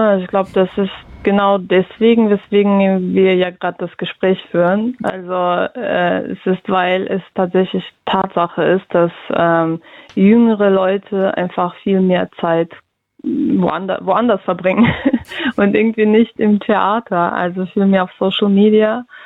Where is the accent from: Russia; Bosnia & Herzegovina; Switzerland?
Russia; German is a second language; now in Germany; ja, ich komme aus Russland, das ist denen egal, woher ich komme.